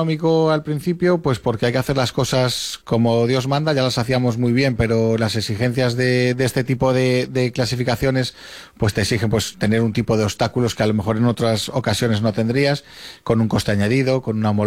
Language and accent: Spanish; Spain; somos españoles